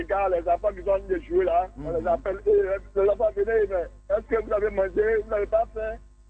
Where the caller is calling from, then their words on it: Abidjan, Côte d’Ivoire; Je vous appelle en Abidjan